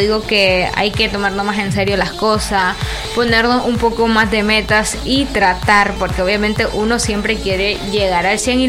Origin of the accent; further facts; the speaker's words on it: Nicaragua; los nicaragüenses celebramos todo